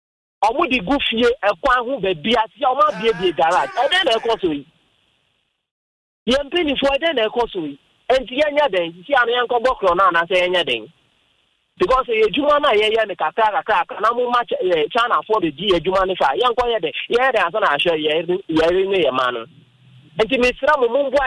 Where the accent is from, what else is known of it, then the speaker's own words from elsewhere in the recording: Tema, Greater Accra, Ghana; from Afenya, Tema.